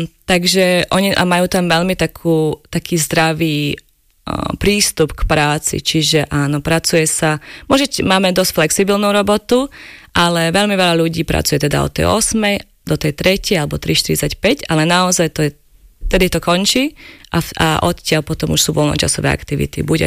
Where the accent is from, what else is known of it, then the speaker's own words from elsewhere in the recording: Banská Bystrica Region, Slovakia; moved away as an adult; also born or lived in Scotland / Norway / Belgium; keďže pochádzam zo Slovenska, tak mi určite ostáva láska k horám. Aj naša rodina vlastne žije tak na Donovaloch, pri Bystrici